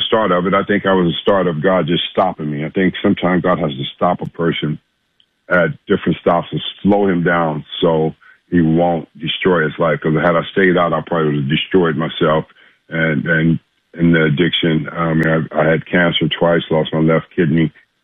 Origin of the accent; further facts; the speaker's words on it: Los Angeles, California, United States; I wasn't afraid because I'm born and raised in South Central. I know how to defend myself.